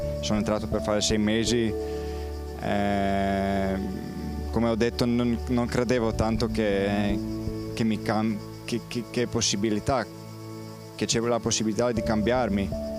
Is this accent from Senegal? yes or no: no; Poland; Italian is a second language; moved away as an adult; now in Italy; vengo da Polonia.